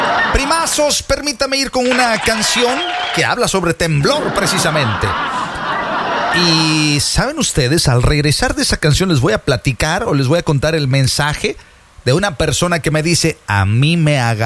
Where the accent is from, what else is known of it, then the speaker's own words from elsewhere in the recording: Mexico; moved away; al haber vivido temblores muy fuertes en mi país, en México